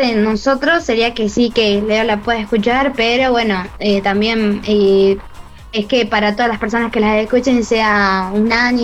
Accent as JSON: {"language": "Spanish", "country": "Argentina", "said": "todos como argentinos"}